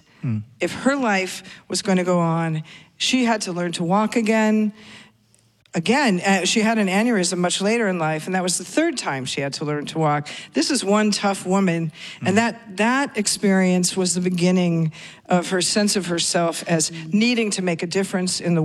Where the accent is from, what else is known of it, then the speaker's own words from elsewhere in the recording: Seattle, Washington, United States; given just my age when I grew up in Seattle, you know, I was a new wave girl